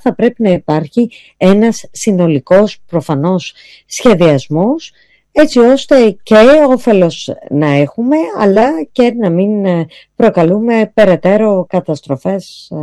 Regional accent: Central Greece, Greece; now in Athens, Greece; είμαι κατάγομαι από τη Φθιώτιδα

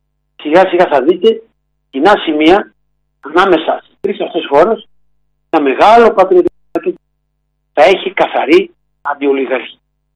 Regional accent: Greece; είμαστε Έλληνες εδώ.

